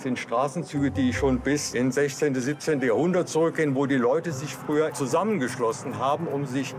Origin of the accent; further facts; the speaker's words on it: Andernach, Rhineland-Palatinate, Germany; Ja, ich bin eine gebürtige Andernach.